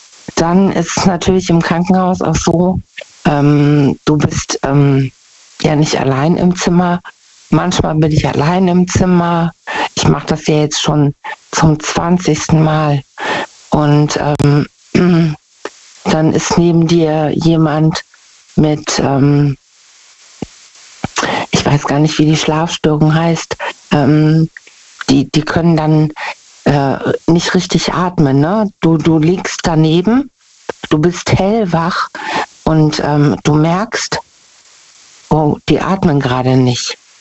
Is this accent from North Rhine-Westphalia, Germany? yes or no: yes; North Rhine-Westphalia, Germany; Aus der Nähe von Bonn.